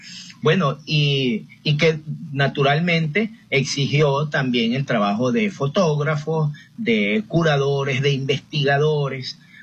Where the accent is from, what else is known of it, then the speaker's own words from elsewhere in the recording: Venezuela; Ellas construyen las raíces que nos permiten a nosotros identificarnos como venezolanos dentro y fuera del mundo, ¿ok?